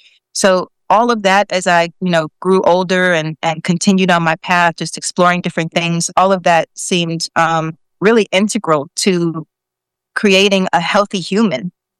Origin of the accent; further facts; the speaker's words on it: Chicago, Illinois, United States; I did live in all these other neighborhoods, but now I'm back on the south side. I live here in Bronzeville. This is where my business is. And but I grew up in Hyde Park and also further south.